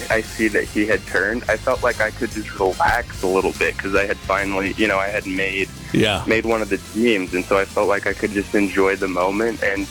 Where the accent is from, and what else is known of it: Utah, United States